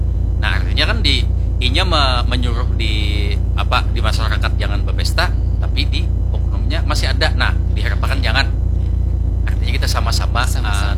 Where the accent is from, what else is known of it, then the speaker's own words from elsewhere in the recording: Banjarmasin, South Kalimantan, Indonesia; Nah, sebaiknya kita orang Banjar, baik itu masyarakatnya kah atau pemerintahannya kah, diharapkan memaksimalkan untuk menjaga lingkungan lagi. Baik itu sungai, karena kota kita Banjarmasin ini adalah kota sungai.